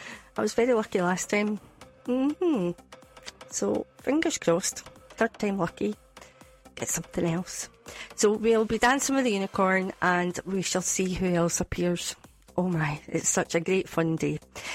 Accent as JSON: {"language": "English", "region": "Scotland", "country": "United Kingdom", "said": "But I'm Scottish. I say my Scottish words."}